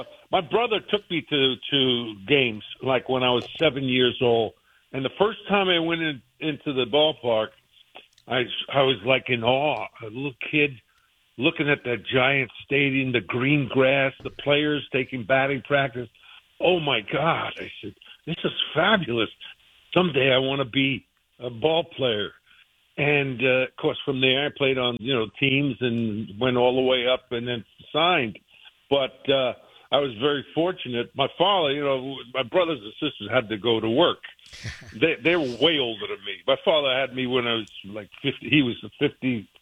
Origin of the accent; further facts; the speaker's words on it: New York City, New York, United States; I grew up in Brooklyn, New York, and I was the youngest of seven.